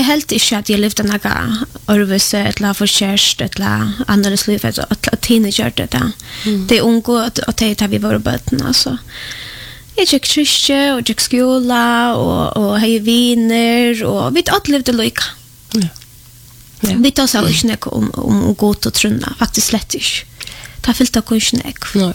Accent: Poland; Swedish is a second language; now in Sweden; Jag är född och uppvuxen i Polen.

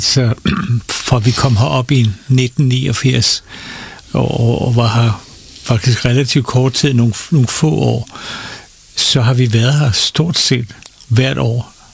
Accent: Copenhagen, Capital Region of Denmark, Denmark; also born or lived in Faroe Islands; now in Nexø, Denmark; Jeg voksede egentlig op i en tilknytning til Folkekirken, Utterslev Kirke. Jeg blev født der i København.

